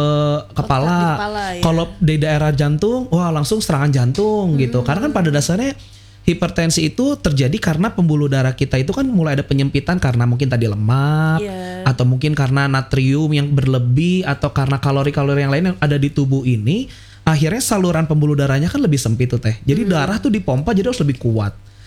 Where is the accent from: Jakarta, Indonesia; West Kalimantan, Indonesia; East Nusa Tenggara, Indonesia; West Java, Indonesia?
West Java, Indonesia; Dari apalagi kita orang Sunda gitu ya teh itu.